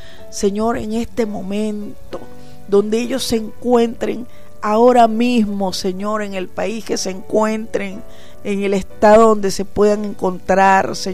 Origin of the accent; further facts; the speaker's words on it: Venezuela; Yo soy muy latina, muy venezolana criolla.